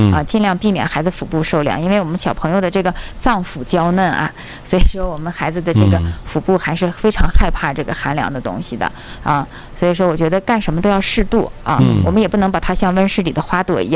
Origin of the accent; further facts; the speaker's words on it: China; 我们中国人